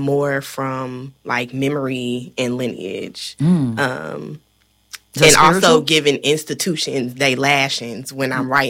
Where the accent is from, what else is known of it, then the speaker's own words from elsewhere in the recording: Kentucky, United States; I mean, I'm Black from Kentucky. I don't need to go to other places to experience who I am.